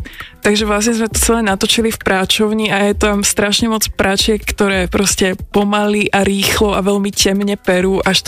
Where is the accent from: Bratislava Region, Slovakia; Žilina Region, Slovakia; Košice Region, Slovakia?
Žilina Region, Slovakia; Martin; now in Prague, Czech Republic; by som chcela ísť práve do Martina, odkiaľ pochádzam